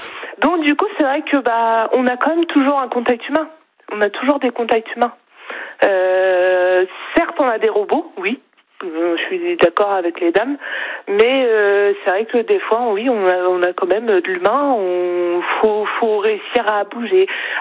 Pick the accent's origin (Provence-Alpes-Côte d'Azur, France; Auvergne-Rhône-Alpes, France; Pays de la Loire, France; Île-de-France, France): Auvergne-Rhône-Alpes, France; Bron; Je suis pas de Plumogan, je suis de Bron.